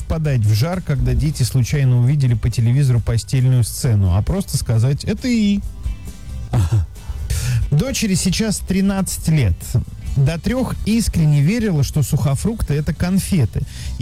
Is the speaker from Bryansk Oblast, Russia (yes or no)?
yes; Bryansk, Bryansk Oblast, Russia; мы ездили там из Брянска в Курск к бабушке